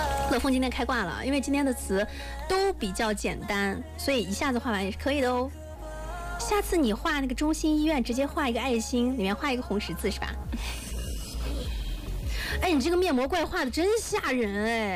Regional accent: Hunan, China; born there; moved away; 在湖南我们老家

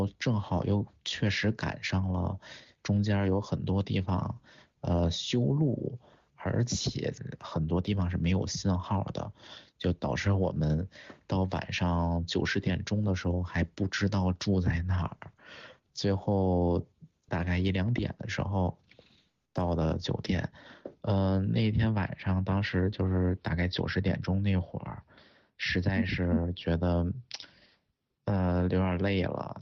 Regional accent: China; 整个那个团体里就我一个中国人，啊，也就我一个黄皮肤。

